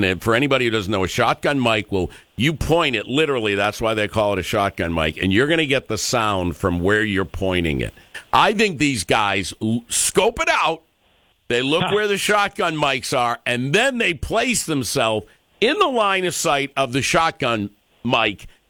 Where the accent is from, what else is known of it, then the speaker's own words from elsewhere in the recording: Ireland; Well, I know that as an Irishman.